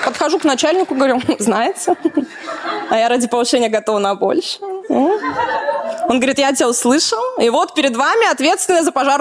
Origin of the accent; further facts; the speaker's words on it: Rostov-on-Don, Rostov Oblast, Russia; у нас Ростов, знаете, такой город современный, но сильно брутальный